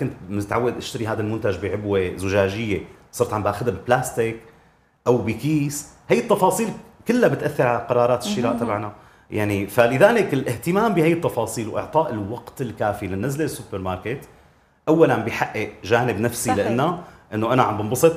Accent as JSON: {"language": "Arabic", "country": "Syria", "said": "هم عندنا بسوريا بالسوق السوريه تغير وزنها بشكل جذري"}